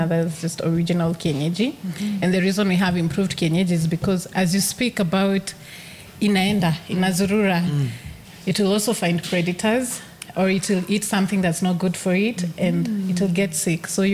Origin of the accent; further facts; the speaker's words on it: Kirinyaga County, Kenya; moved away as an adult; now in Nairobi, Kenya; I grew up in Moya, which means I had the best quality of rice growing up. Then I moved to Nairobi